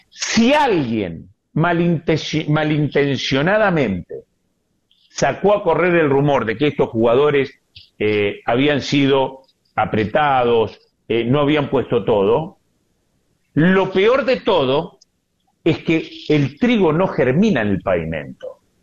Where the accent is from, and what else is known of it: Argentina